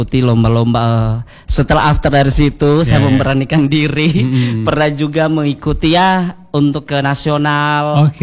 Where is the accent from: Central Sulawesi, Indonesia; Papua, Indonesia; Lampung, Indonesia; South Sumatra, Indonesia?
Central Sulawesi, Indonesia; Morowali Utara; moved away as an adult; now in Palu, Indonesia; Morowali Utara, tapi sudah berdomisili di Palu saat ini sejak 2009.